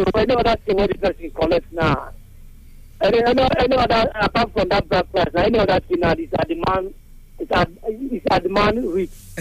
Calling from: Okpana, Nigeria; I'm calling from Okpana.

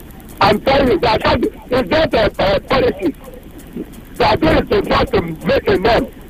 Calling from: Onitsha, Anambra, Nigeria; I'm coming from Onitsha, from GRA.

